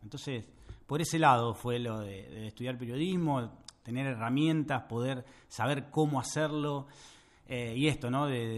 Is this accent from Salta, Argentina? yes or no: no; Francisco Madero, Buenos Aires Province, Argentina; moved away as an adult; also born or lived in La Plata; soy un chico de pueblo que un día quiso volar, por así decirlo. Nací y me crié en Francisco Madero, acá nomás, a 20 kilómetros, y bueno, después me fui a estudiar a La Plata, me fui a estudiar periodismo a la Facu de allá.